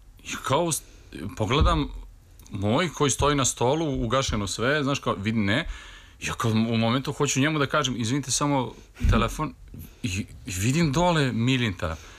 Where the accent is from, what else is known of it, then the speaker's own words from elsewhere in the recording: Vojvodina, Serbia; ja sam tamo iz Banata, a tamo je Pupin u Idvoru